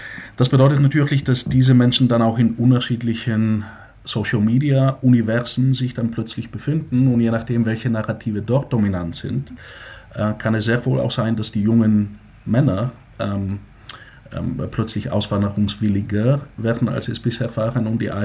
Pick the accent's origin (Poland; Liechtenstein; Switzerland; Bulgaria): Bulgaria; now in Germany; ziemlich kompliziert, soweit ich weiß, als Bulgarin.